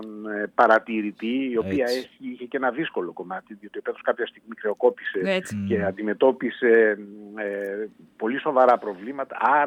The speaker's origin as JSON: {"language": "Greek", "town": "Mani", "region": "Peloponnese", "country": "Greece", "lives_now": "Thessaloniki, Greece"}